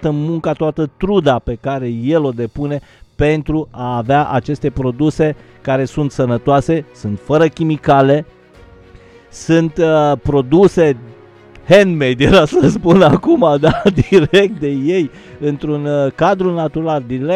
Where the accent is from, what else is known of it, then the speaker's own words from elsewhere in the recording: Vama Buzăului, Brașov County, Romania; Ceea ce nu s-a întâmplat niciodată la Vama, în copilăria mea, la Vama Buzăului, abia se făceau cartofii din belșug, dar în niciun caz...